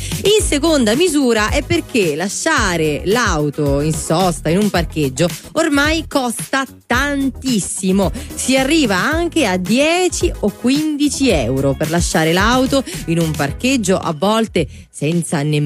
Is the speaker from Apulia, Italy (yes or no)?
yes; Apulia, Italy; io da salentina